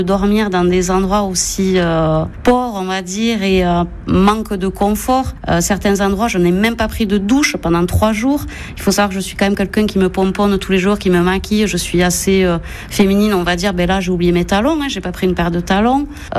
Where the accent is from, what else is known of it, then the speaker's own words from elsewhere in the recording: L'Isle-Jourdain, France; Donc je suis native de l'Île-Jourdain.